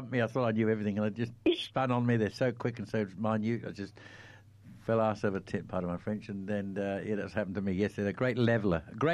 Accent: Australia; we're Australian

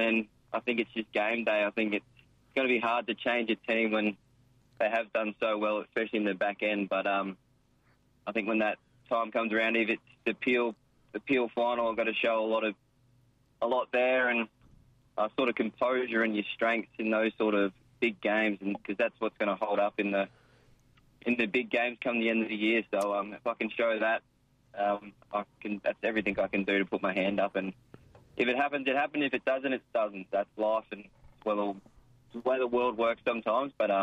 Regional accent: Queensland, Australia; Yeah, I really enjoyed my time in Queensland. It was pretty much just hanging around with your mates all around the town.

